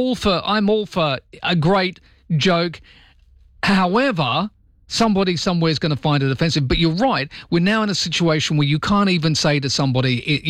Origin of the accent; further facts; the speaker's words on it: England, United Kingdom; now in Australia; I'm English. I want to watch England win, but also because I'm Australian.